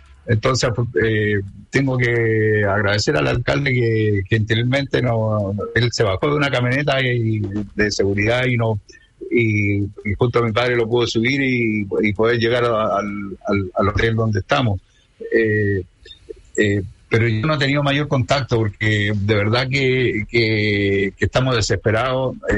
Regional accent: Antofagasta, Chile; yo soy de Antofagasta, el sentido común me hizo venir hacia Ovalle porque venía un cierto mal tiempo, estaba mi papá, tenía que ayudar a mi hermano

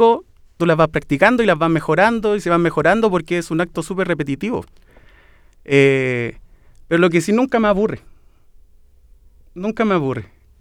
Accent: Quilicura, Santiago Metropolitan Region, Chile; also born or lived in Conchalí; Tengo 30 años y soy de la comuna de Quilicura actualmente, pero soy nacido en Conchalí, en la población de Carlos Salas. Era un campamento anteriormente cuando yo vivía ahí. Y de ahí me trasladé a Quilicura, y en Quilicura ya viví mi adolescencia.

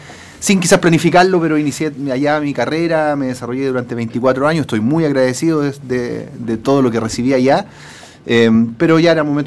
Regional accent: Talcahuano, Biobío, Chile; yo soy originario de esta región, soy de Talcahuano, nací y me crié en el barrio de La Higuera de Talcahuano

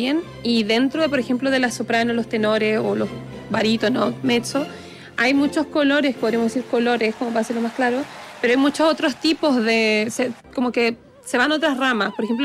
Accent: Guayacán, Coquimbo, Chile; Yo soy de Guayacán, de Tierras Blancas, en la región de Coquimbo, y estoy cantando este arte

